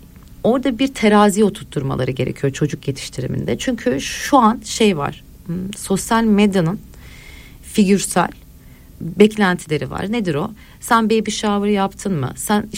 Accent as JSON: {"language": "Turkish", "region": "Istanbul", "country": "Turkey", "tie": "born or raised there", "said": "Ben şimdi Üsküdarlıyım aslan. Ben ailem 60-70 seneden beri Üsküdarlı, Doğancılar'da yetiştim."}